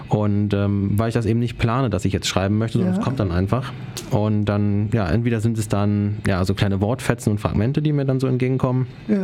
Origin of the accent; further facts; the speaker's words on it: Schleswig-Holstein, Germany; Ich bin Schriftsteller und Lyriker, 27 Jahre alt. Ich komme aus der Nähe von Lübeck, ne, also da Schleswig-Holstein. Wohne dort in einem wunderschönen kleinen Dorf namens Ritzerau.